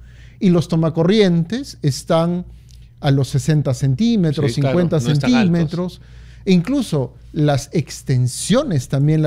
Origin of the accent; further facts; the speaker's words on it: Lima, Peru; Yo vengo de Pueblo Libre y las casas son chiquitas, pero son antiguas.